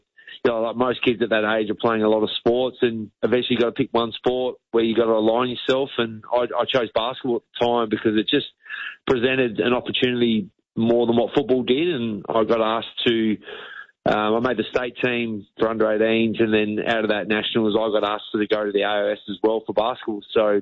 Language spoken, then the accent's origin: English; Adelaide, South Australia, Australia; I grew up in Adelaide, being a basketball family. Went to all the Sixers games.